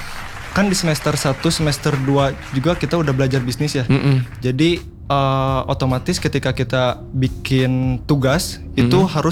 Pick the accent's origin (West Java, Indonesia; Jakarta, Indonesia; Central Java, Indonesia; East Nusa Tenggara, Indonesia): West Java, Indonesia; Bandung; Aku orang Bandung asli sih kak.